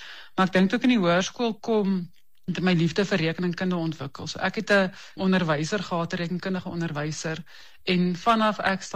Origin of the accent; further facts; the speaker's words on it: Virginia, Free State, South Africa; Ek kom uit 'n klein dorpie van die Vrystaat, Virginia. So dis daar naby Welkom. Ek is een van 5 dogters. Ek is die tweede oudste.